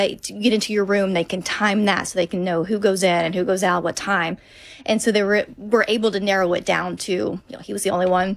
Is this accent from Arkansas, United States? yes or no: yes; Arkansas, United States; I grew up in Arkansas, so we're not surrounded by water.